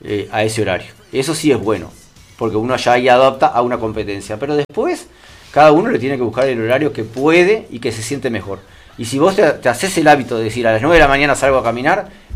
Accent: Montevideo, Uruguay; born there; now in Maldonado, Uruguay; Nací en Montevideo, pero amo Maldonado

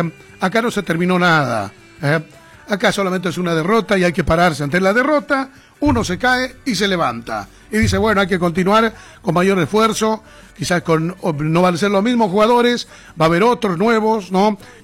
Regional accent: Bolivia

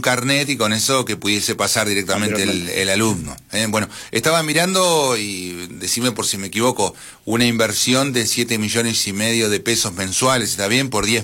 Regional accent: General Conesa, Río Negro, Argentina; yo vengo a estudiar a Patagones desde Conesa, no soy de Patagones

